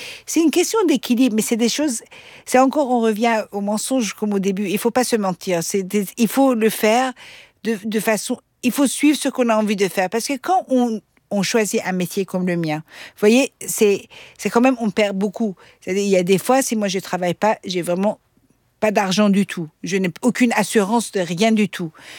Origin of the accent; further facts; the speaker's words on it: Austria; first language Persian; French is a second language; Je parlais le persan, mes parents ils m'ont mis dans une école francophone, après j'ai grandi en Autriche